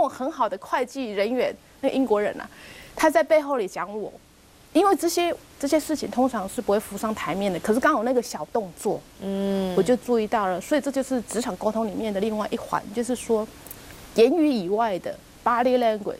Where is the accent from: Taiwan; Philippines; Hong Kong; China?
Taiwan; moved away as an adult; 尤其我自己也是土生土长的台湾人